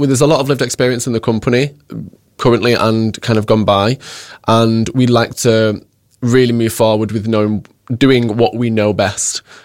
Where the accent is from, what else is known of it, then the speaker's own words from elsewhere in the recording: Salford, North West England, United Kingdom; also born or lived in Bolton; I'm really proud to be a northerner. I'm from Salford originally. I spent a lot of my time in Bolton.